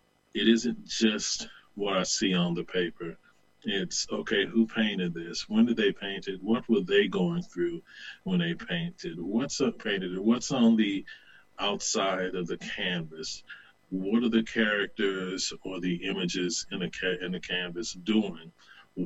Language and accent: English; the South, United States; I grew up in the Bible Belt, and it's who I was. It's who I continue to be in many ways. I don't consider myself a Christian at this point